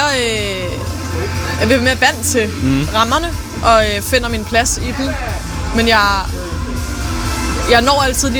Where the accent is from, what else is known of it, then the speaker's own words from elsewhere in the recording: Aarhus, Central Denmark Region, Denmark; moved away as an adult; now in Copenhagen, Denmark; jeg har jo bare et helt specielt forhold til Aarhus, fordi jeg er herfra.